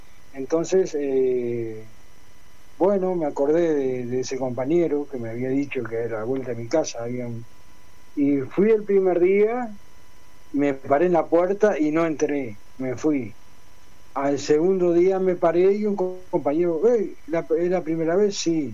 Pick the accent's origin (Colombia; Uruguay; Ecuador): Uruguay; now in Spain; Como uruguayo, como mi formación, los viejos, aquellos que me recibieron, para mí son dioses, ¿no?